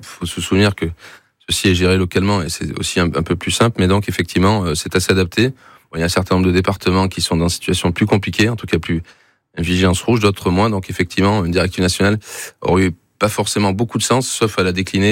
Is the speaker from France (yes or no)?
yes; Nouvelle-Aquitaine, France; now in Savoie, France; je suis originaire du département de la Gironde